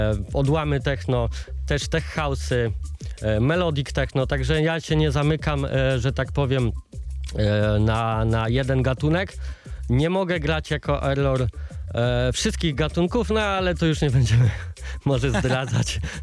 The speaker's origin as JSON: {"language": "Polish", "town": "Tomaszowice", "region": "Lublin Voivodeship", "country": "Poland", "tie": "born or raised there", "moved": "yes", "lives_now": "Lublin, Poland", "said": "wychowałem się na małej wsi TWE Tomaszowice"}